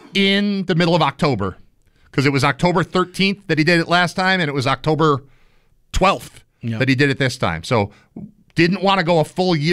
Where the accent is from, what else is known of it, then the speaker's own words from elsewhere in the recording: Buffalo, New York, United States; Look, man, I'm from Buffalo.